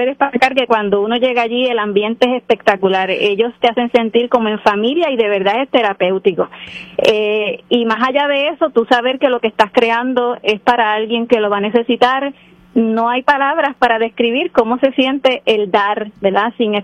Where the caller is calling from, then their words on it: Lares, Puerto Rico; soy de Lares, soy maestra en Atillo.